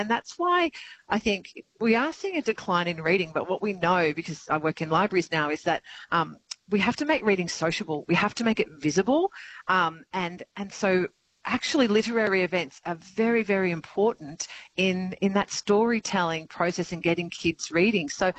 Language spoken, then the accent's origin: English; New South Wales, Australia; I grew up in the Riverina as a young person. I lived at Carrathool and Darlington Point, and we always had ABC local radio on.